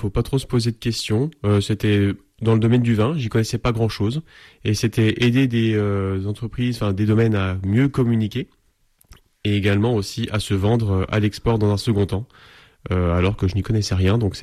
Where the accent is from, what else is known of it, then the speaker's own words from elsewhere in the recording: Vaux-sous-Aubigny, Grand Est, France; also born or lived in Fontaine-lès-Dijon; Je viens du sud de la Haute-Marne, dans un petit village qui s'appelle Vaux-sous-Aubigny. Et je suis né à Fontaine-lès-Dijon.